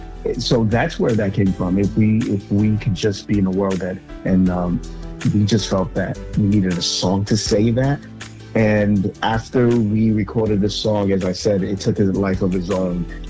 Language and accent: English; Lagos, Nigeria; I'm originally from Nigeria, and I was back home working on a project